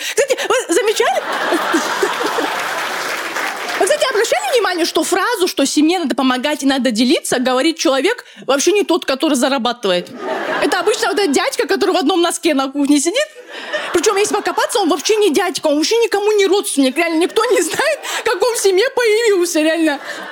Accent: Dagestan, Russia; я человек из Дагестана

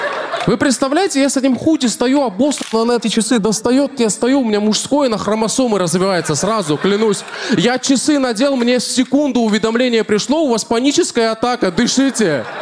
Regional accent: Armenia; вообще не такой в этом плане армянин. Я армянин с Алиэкспресса, мне кажется.

